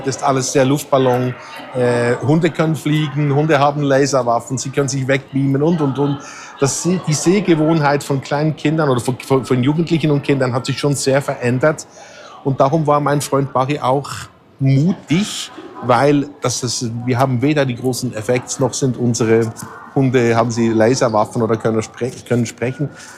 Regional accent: Switzerland; Ja, ich komme ja aus der Schweiz und ich kenne natürlich die Situation in den Bergen.

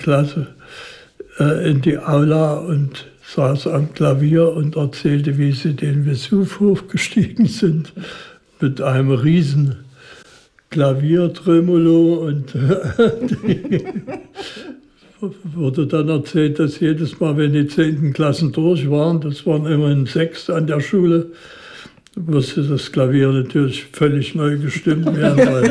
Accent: Dresden, Saxony, Germany; Und zum Maler ging man als Dresdner vielleicht nicht so häufig als zu Mozart.

